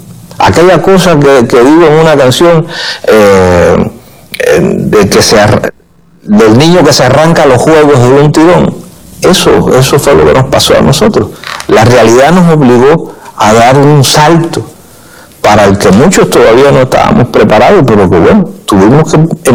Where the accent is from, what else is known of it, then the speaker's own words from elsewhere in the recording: San Antonio de los Baños, Artemisa, Cuba; cuando atacaron las bases de aquí de La Habana, de San Antonio de los Baños, que es mi pueblo.